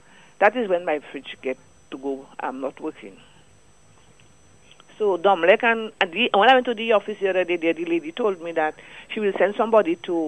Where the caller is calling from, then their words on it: Pointe Michel, Saint Luke, Dominica; I'm calling from Point Michel